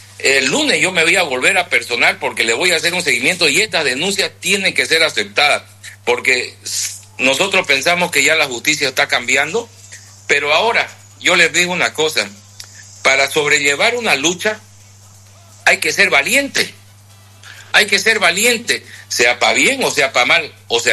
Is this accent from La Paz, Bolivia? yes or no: no; Santa Cruz, Bolivia; Los cruceños no vamos a permitir